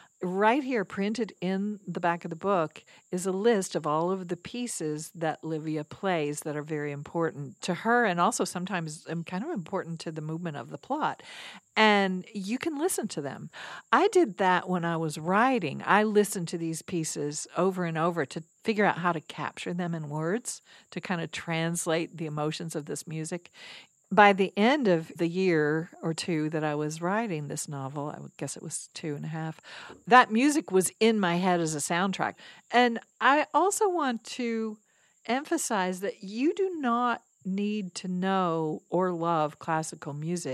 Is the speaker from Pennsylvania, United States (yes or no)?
no; Kentucky, United States; Lexington was an hour and a world away from where I grew up in Kentucky.